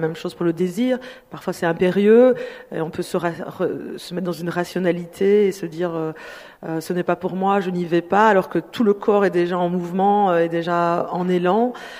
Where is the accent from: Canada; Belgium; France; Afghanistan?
Belgium; Nous sommes aussi, Marc et moi, deux personnes racisées. Donc, moi, je suis belge d'origine congolaise